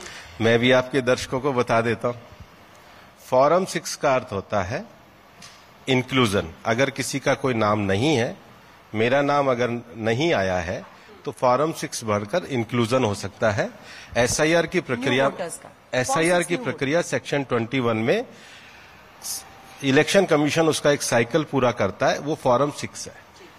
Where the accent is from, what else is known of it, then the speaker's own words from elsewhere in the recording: Delhi area, India; मैं तो दिल्ली के आसपास का ही रहने वाला हूँ